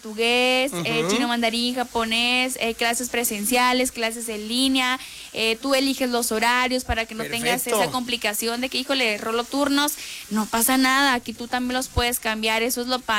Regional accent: Mexico

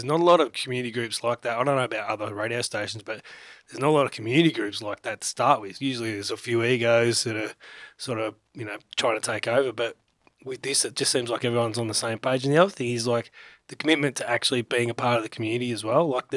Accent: Bendigo, Victoria, Australia; moved away as an adult; Well, I moved to this area when I met my wife because I'm from Bendigo.

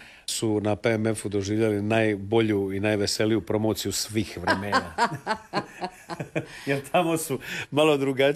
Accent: Tribunj, Šibenik-Knin County, Croatia; Ja sam se družil sa Zarepčancima još dok sam bil mali v Tribunju.

